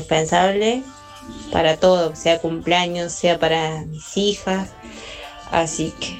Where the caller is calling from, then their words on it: Villa Mercedes, San Luis, Argentina; Los saludo de acá de Villa Mercedes